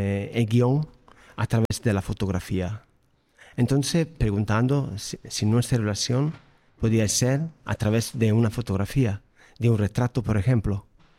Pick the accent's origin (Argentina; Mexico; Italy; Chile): Italy; Sardinia; Spanish is a second language; un documental que ha nacido en Cerdeña, en mi tierra